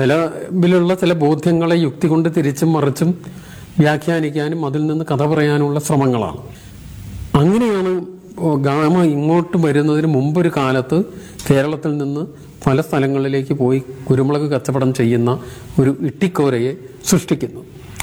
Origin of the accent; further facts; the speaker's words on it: Kunnamkulam, Kerala, India; ഞാൻ ഉൾപ്പെടെയുള്ള കുന്നംകുളത്ത് ജനിച്ച് വളർന്ന എല്ലാവരും